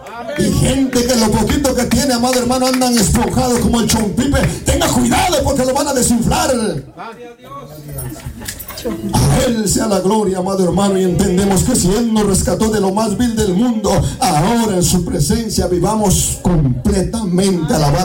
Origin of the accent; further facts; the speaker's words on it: Guatemala; como decimos en Guatemala.